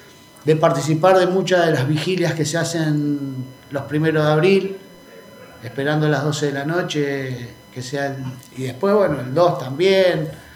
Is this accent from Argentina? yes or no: yes; Quilmes, Buenos Aires Province, Argentina; venimos de una ciudad rockera. Nosotros somos de Quilmes